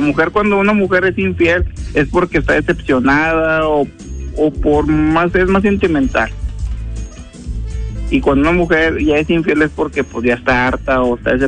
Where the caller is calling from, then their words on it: Monterrey, Nuevo León, Mexico; de Monterrey.